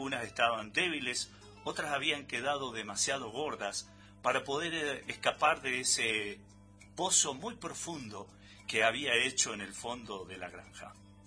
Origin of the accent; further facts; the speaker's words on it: Argentina; somos todos vecinos, somos todos del mismo pueblo, somos todos argentinos